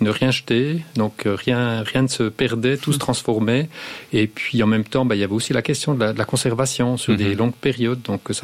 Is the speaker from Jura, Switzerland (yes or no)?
yes; Jura, Switzerland; Moi, en tant que jurassien